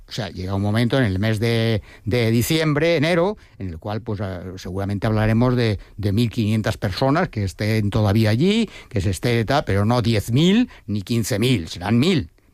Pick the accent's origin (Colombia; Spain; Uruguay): Spain; Ceuta; es que sientan los ceutíes que somos españoles.